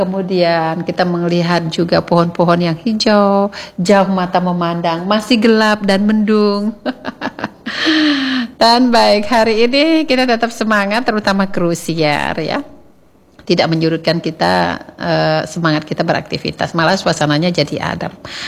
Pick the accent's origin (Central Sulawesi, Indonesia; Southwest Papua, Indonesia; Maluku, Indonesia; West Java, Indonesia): Central Sulawesi, Indonesia; Palu; jadi kita orang Palu ini sudah terbiasa dengan panas ya.